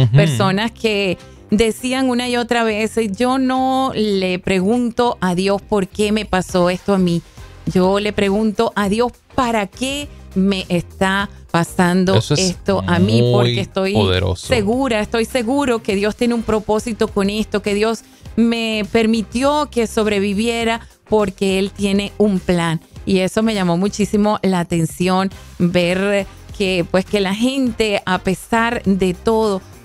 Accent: Venezuela; en mi país, Venezuela

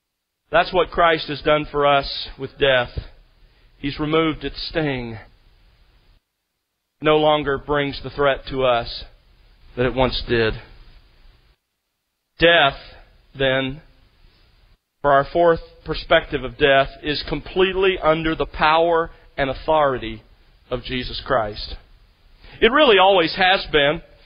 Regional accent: Alabama, United States; But often, as a boy growing up in South Alabama, I remember searching through the clover.

